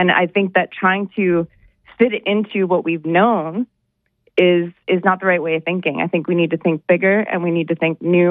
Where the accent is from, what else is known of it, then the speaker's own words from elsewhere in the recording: United States; as an American, as an Olympian, and as an athlete